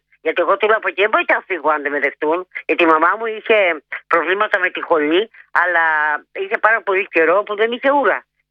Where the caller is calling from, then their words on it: Chalcis, Central Greece, Greece; είμαι από τη Χαλκίδα